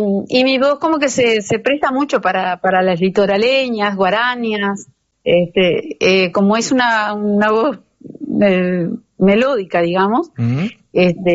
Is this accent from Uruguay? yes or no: yes; Sarandí Grande, Florida, Uruguay; pues yo crecí en el campo, cerca de Sarandí, pero crecí en el campo